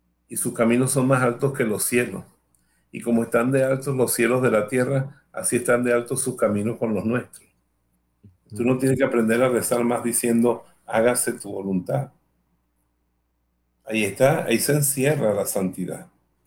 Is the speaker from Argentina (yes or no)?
no; Bejuma, Carabobo, Venezuela